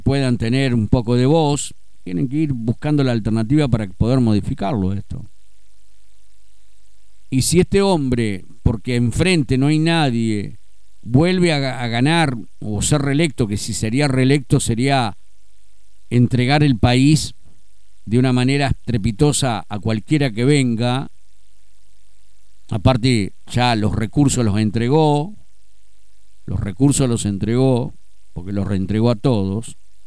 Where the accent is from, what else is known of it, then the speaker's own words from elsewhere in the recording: Argentina; Lo único que estamos con pobreza absoluta somos el pueblo argentino